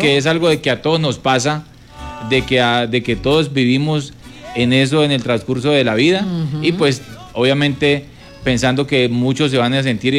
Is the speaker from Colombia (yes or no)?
yes; Roldanillo, Valle del Cauca, Colombia; yo soy un artista de Roldanillo Valle, exactamente de Corrimiento de Higueroncito. Vengo desde Roldanillo Valle haciendo promoción a mi música.